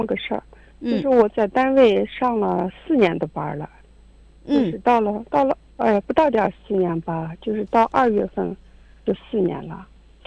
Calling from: Hohhot, Inner Mongolia, China; 呼市的。

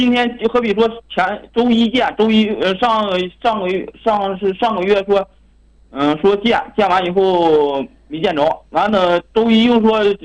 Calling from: Tongliao, Inner Mongolia, China; 内蒙古通辽市开鲁县。

